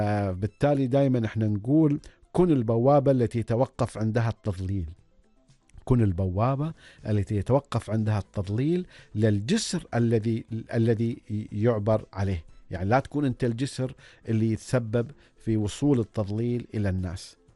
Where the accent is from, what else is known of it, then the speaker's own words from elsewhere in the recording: Oman; بلدنا سلطنة عمان